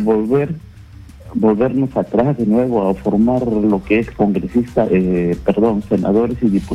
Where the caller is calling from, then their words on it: Trujillo, La Libertad, Peru; De Trujillo, La Libertad.